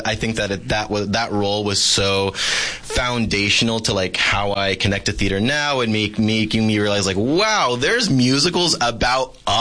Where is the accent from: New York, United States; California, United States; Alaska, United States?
California, United States; Downey; and I was just doing community theater and doing productions out in towns like Whittier, near where I grew up in Downey.